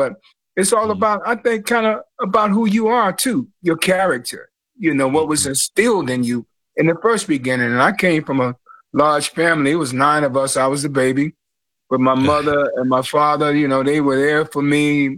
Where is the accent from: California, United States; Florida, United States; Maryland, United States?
Florida, United States; Jacksonville; Jacksonville, Florida.